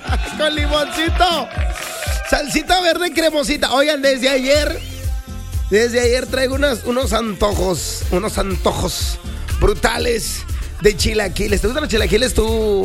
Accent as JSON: {"language": "Spanish", "country": "Mexico", "said": "como buen mexicano, antes de comenzar a trabajar, uno tiene que comer"}